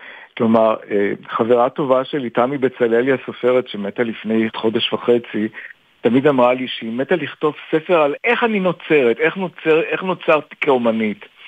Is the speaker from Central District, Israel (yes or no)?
no; Jaffa, Tel Aviv District, Israel; also born or lived in Jerusalem; למה נהייתי קצת מושתק, כי אני מיפו, ולמה נהייתי קצת דוסקלה, כי אני גם מירושלים והייתי חרדי